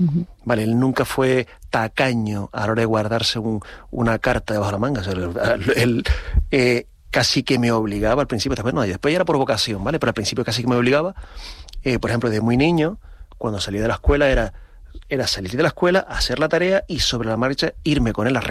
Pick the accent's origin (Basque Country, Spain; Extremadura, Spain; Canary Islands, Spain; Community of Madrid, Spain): Canary Islands, Spain; now in Gran Canaria, Spain; me siento tan canario que me siento un trocito de cada una de nuestras 8 islas.